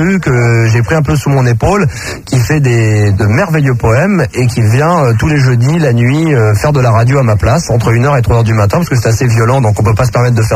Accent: Versailles, Île-de-France, France; born there

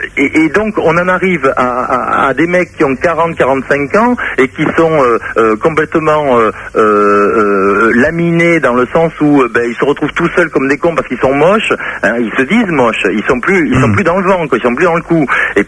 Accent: Mont-de-Marsan, Nouvelle-Aquitaine, France; born there; moi, je suis issu du fin fond du Sud-Ouest. Je vais même dire la ville où je suis né. Je suis né à Mont-de-Marsan, 30 000 habitants.

